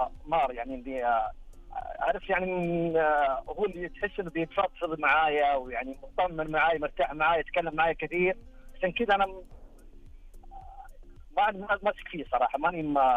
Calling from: Mecca, Makkah Province, Saudi Arabia

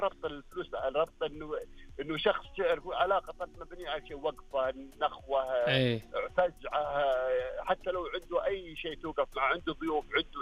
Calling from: Yanbu, Medina Province, Saudi Arabia; انا من ينبع

